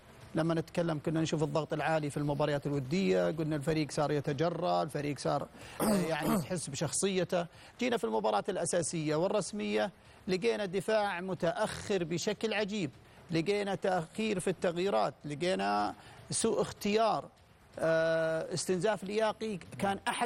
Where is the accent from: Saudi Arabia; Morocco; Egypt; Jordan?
Saudi Arabia